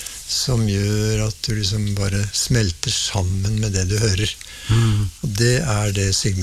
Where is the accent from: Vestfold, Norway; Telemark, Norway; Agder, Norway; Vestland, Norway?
Telemark, Norway; accent: Vinje dialect / Telemark; moved away; heimtraktene mine I Telemark.